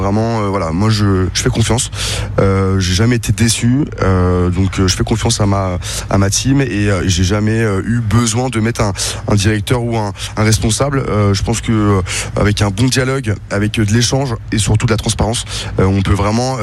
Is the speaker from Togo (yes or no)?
no; Paris, Île-de-France, France; Donc je ne disais pas forcément que j'étais de Paris.